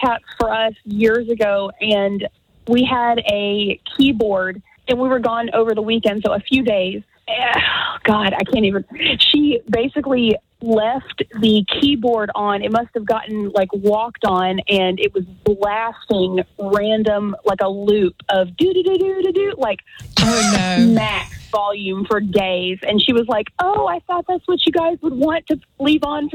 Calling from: Huntsville, Alabama, United States; From Huntsville.

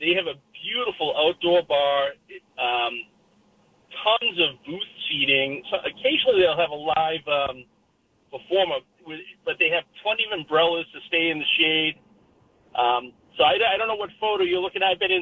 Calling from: Stoughton, Massachusetts, United States; I live in Stoughton

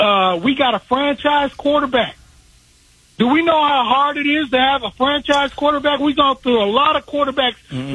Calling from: Arizona, United States; I'm from Arizona. I've been a longtime fan.

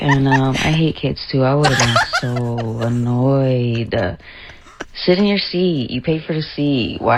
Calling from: San Jose, California, United States; We're from San Jose.

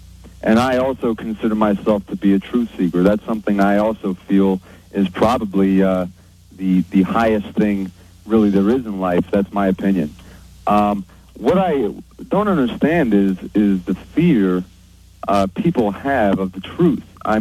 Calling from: Philadelphia, Pennsylvania, United States; from Philadelphia.

